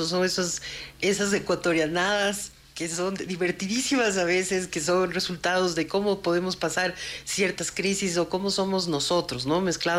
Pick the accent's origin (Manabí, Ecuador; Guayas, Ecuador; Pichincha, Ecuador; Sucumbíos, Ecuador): Pichincha, Ecuador; Quito; tú y yo, que somos quiteños, tenemos toda esta sal quiteña